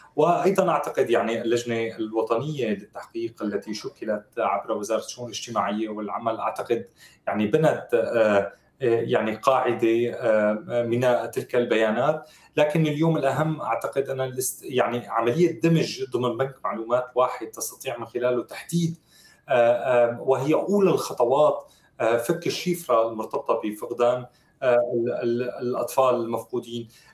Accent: Syria

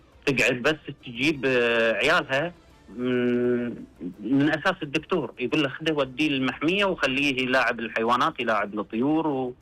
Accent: Eastern Province, Saudi Arabia; احنا عندنا في الشرقية ما عندنا لا حدائق ولا يعني حديقة حيوان ما عندنا.

